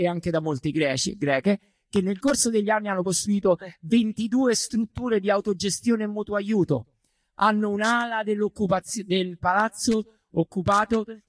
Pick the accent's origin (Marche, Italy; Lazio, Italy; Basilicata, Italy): Lazio, Italy; Rome; Scusate, sono da Roma.